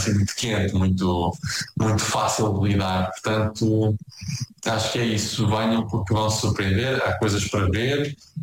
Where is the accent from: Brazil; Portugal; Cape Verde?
Portugal; portanto, dizer que somos portugueses nesta região é uma porta aberta